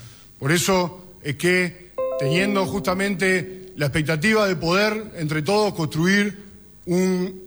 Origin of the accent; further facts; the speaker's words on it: Uruguay